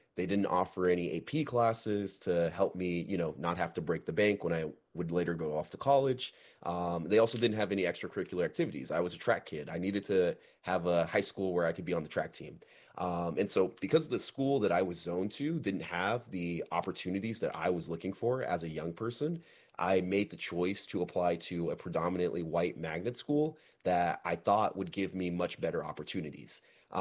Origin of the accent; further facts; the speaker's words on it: Austin, Texas, United States; I grew up in Texas. I grew up in Austin, Texas specifically. And a lot of people don't know this, but Austin, Texas is like the most segregated city in the entire state of Texas.